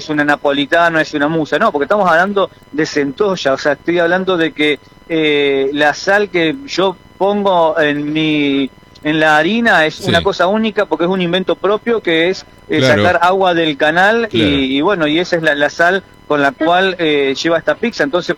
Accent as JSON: {"language": "Spanish", "country": "Argentina"}